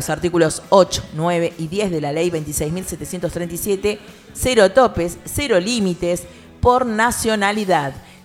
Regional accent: Argentina; entendamos como argentinos

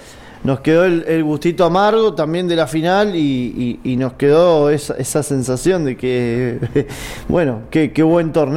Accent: Argentina

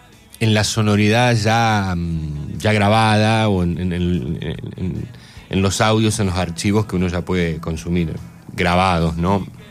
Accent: Argentina; aquí, en nuestro país

